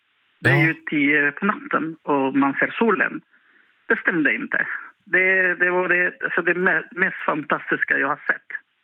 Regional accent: Vilhelmina, Västerbotten County, Sweden; Och jag tänkte nej, bästa stället för mitt barn att föda, det är ju hemma i Vilhelmina. Så vi flyttade hit.

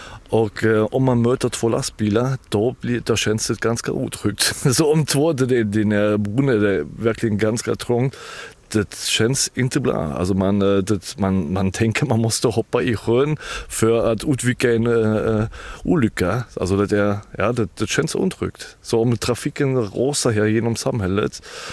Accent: Berlin, Germany; Swedish is a second language; now in Hjorted, Sweden; jag kommer från Tyskland, från Berlin

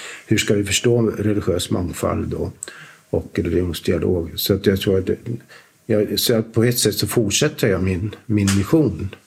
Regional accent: Sweden; Alltså, eftersom vi var infödda svenskar så visste vi hur svenskar tänker lite grann

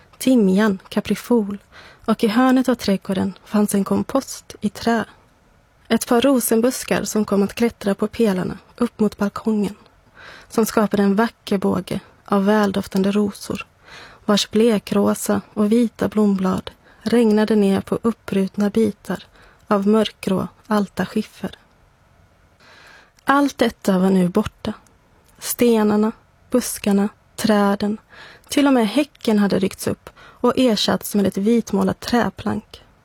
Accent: Varberg, Halland County, Sweden; moved away; För första gången på 17 år satte jag fot i min gamla hemstad Varberg.

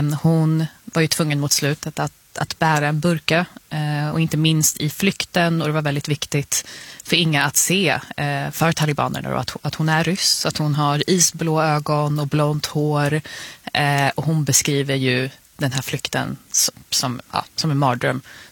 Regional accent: Botkyrka, Stockholm County, Sweden; Där jag kommer ifrån, i Botkyrka, som ligger i södra Stockholm, så har vi folk från alla delar av världen.

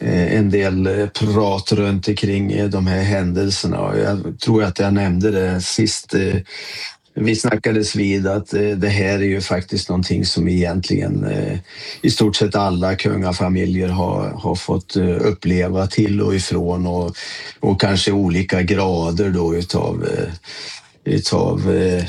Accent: Sweden; moved away as an adult; now in Oslo, Norway; För det första därför att jag är svensk.

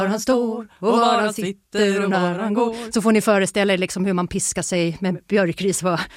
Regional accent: Norrbotten County, Sweden; now in Stockholm, Sweden; Vi är systrar, uppvuxna i Tornedalen men bor idag i Stockholm.

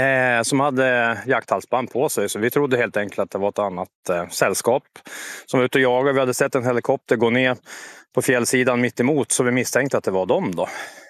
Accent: Östersund, Jämtland County, Sweden; Jag är från Östersund

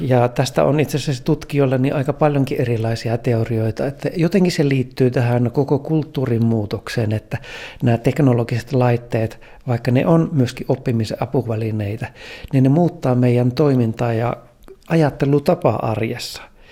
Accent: Eastern Finland, Finland; now in Luleå, Sweden; Tulin Itä-Suomesta tänne Luulajaan. Se tuntui oikeastaan aika pitkälle matkalle, mutta järvien ja metsien keskeltä, metsien ja soiden keskelle.

